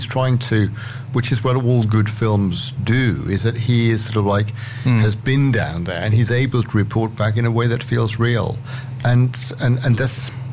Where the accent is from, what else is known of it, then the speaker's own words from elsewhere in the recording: United Kingdom; also born or lived in United States; now in Australia; me being British and you being Australian, we doing the show in Australia